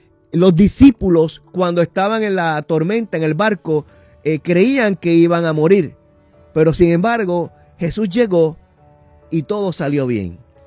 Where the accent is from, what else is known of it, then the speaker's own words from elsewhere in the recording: Caguas, Puerto Rico; nosotros somos de Caguas